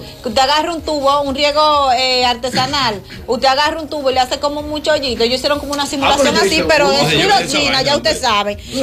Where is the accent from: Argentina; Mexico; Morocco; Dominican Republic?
Dominican Republic